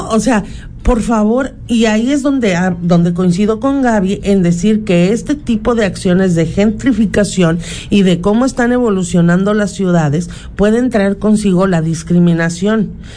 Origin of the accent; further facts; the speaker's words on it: Mexico City, Mexico; Espérame, pues si esta es mi tierra, yo vivía aquí antes.